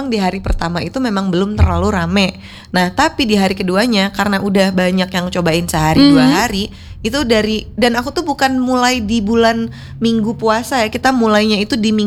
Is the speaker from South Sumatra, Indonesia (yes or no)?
yes; Palembang, South Sumatra, Indonesia; now in Bandung, Indonesia; Aku orang Palembang.